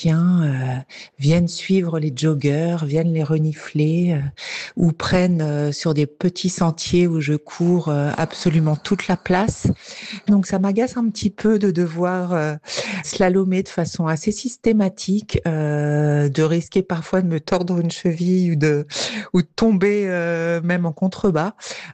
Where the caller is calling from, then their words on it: Bern, Switzerland; de Berne.